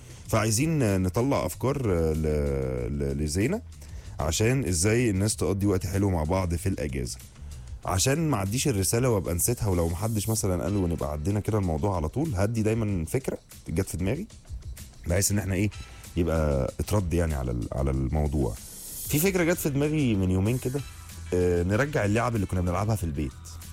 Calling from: Alexandria, Alexandria Governorate, Egypt; من اسكندرية.

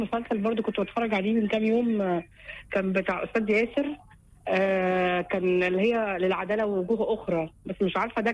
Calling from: Cairo, Cairo Governorate, Egypt; انا بكلمك من مصر الجديده.

